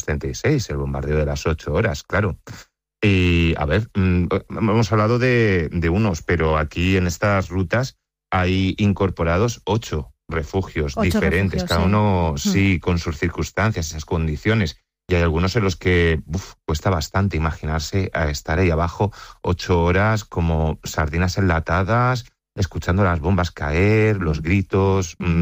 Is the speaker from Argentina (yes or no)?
no; Alicante, Valencian Community, Spain; que es algo que también, como alicantinos, muchas veces no somos conscientes.